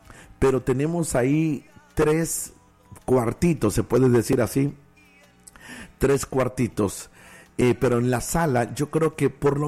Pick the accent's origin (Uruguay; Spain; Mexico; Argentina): Mexico; Peña Colorada; Yo soy de la Peña Colorada, entonces me da pena estar pidiendo